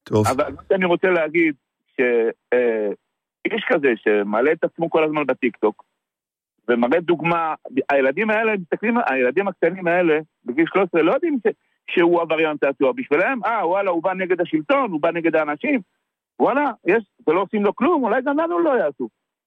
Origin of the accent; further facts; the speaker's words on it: Tel Aviv, Tel Aviv District, Israel; אני גדלתי בשכונת התקווה. לא של היום. שייחס כאל אסלן, אני בן 62. אני נולדתי על הוודי, אז היה הוודי, לא היה כביש מהיר.